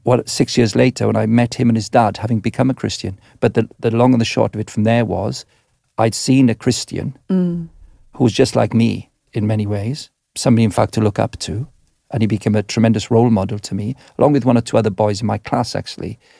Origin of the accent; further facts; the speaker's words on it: Wales, United Kingdom; I was born in 62. I'm 64 years of age. So I grew up in Southwest Wales, industrial Southwest Wales, in a Welsh-speaking community. So my growing up experience of church would have been Welsh-speaking, non-conformist Baptist church, chapel it would have been called